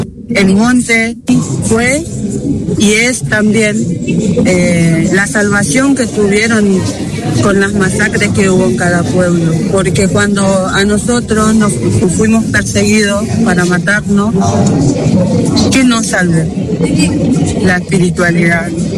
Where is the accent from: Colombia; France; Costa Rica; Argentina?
Argentina; Rosario, Santa Fe; vengo de Rosario, soy de la comunidad Kom.